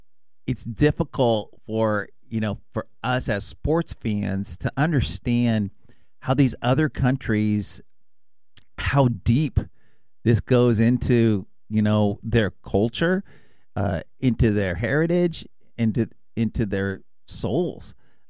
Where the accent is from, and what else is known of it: United States